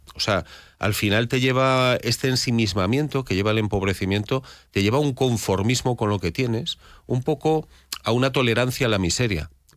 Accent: Castile and León, Spain

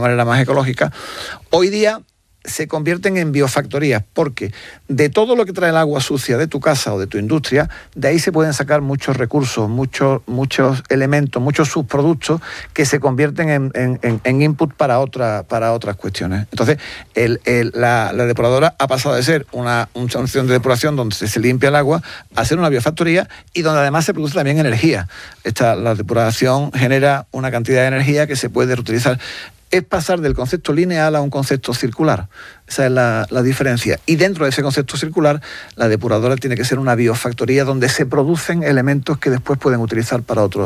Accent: Spain; Bueno, no sé, a lo mejor en mi tierra aquí o quizás no. Pero sí deberíamos conocer el valor del agua, porque lo que sí hacemos bien los españoles es cuando nos dan una nota de que hay que ahorrar agua

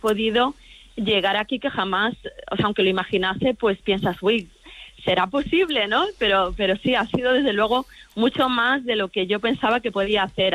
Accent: Madrid, Community of Madrid, Spain; Lo cierto es que, bueno, yo soy de Madrid, como he comentado

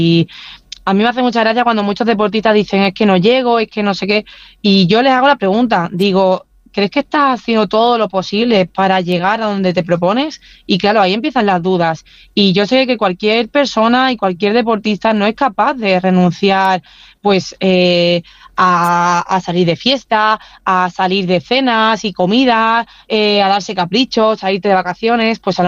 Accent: Huelva, Andalusia, Spain; cuando bajé a mi tierra, a Huelva, y lo pude disfrutar con mi familia.

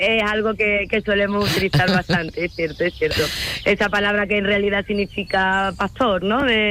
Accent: Cortegana, Andalusia, Spain

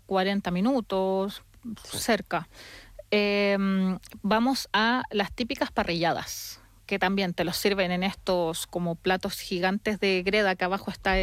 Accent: Concepción, Biobío, Chile; now in Spain; Concepción, que es la ciudad de donde yo soy, tenemos cerca caletas y tenemos cerca puertos.

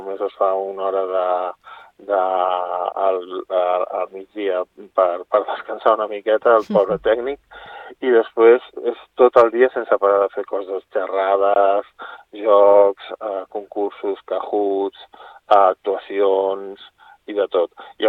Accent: Girona, Catalonia, Spain; Nosaltres som de Girona

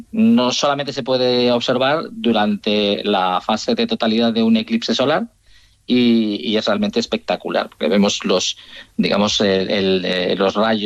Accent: Turmiel, Castilla-La Mancha, Spain; Bueno, yo en mi pueblo, como te decía antes, en Turmiel, ¿sí? Guadalajara

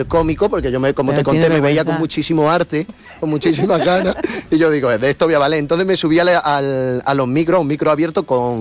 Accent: Frigiliana, Andalusia, Spain; No, soy de Frigiliana. Y con orgullo

